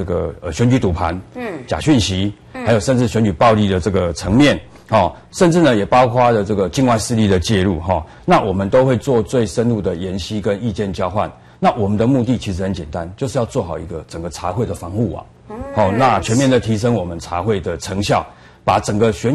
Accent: Taiwan; 那我想身为台湾人民都知道哈、我们都是要循民主的投票方式来决定我们国家的未来。

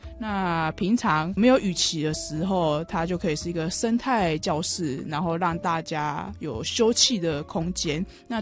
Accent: Taiwan; 因为我们台湾人就很好客热情，

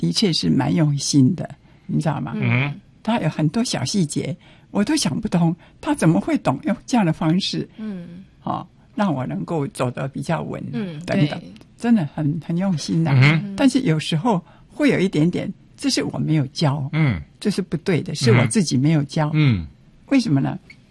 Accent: China; 但是我们中国人很注重

